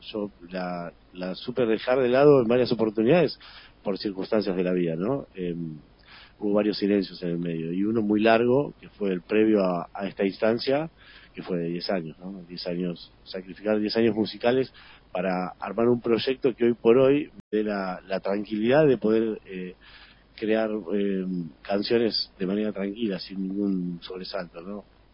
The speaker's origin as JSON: {"language": "Spanish", "town": "Los Toldos", "region": "Buenos Aires Province", "country": "Argentina", "tie": "born or raised there", "also_born_or_lived": "Junín / Mar del Plata / Puerto San Julián / Río Gallegos", "moved": "as an adult", "lives_now": "Bahía Blanca, Argentina", "said": "primario y secundario, o sea, fui criado en Los Toldos, ¿no? Un pueblito, sí, que está ahí a 45 kilómetros. Cuando cumplí 18, me fui a vivir a Mar del Plata. Y que mi corazón, sinceramente, yo me considero marplatense, porque en los 15 años que viví ahí"}